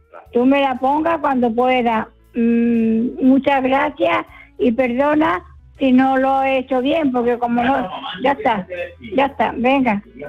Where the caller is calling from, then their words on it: Torre del Mar, Andalusia, Spain; de Torre del Mar